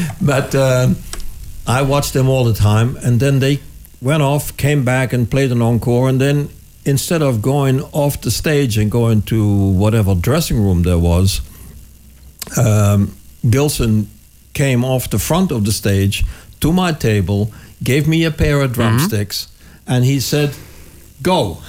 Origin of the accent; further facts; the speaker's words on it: Wessem, Limburg, Netherlands; English is a second language; also born or lived in Brielle; And but I lived in Limburg most of my life that I was here.